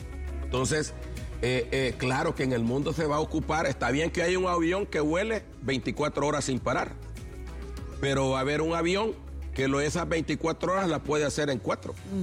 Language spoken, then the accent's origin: Spanish; Honduras; yo soy hondureño